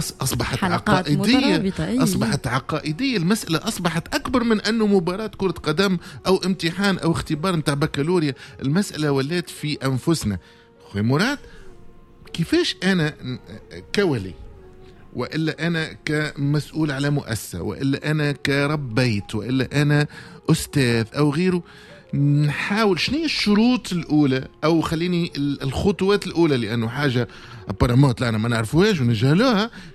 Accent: Tunisia; هذه تقريبا الشعب التونسي الشباب التونسي عنده هالمنهج هذا،

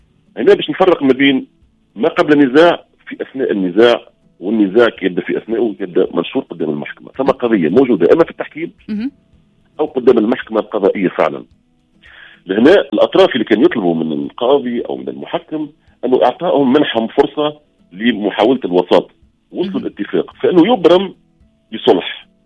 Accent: Tunisia; انا مثلا تونسي

